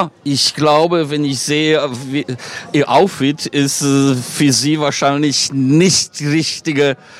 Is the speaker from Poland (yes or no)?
yes; Poland; German is a second language; now in Mainz, Germany; Ich bin zum Beispiel aus Polen